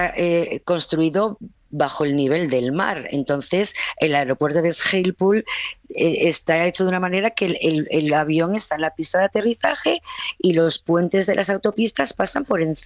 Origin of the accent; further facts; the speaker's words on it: Asturias, Spain; yo soy asturiana pequeñita y como que me parecía bastante alto.